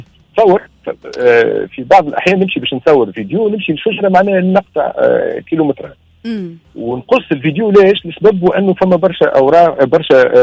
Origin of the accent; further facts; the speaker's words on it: Tunisia; عندنا في تونس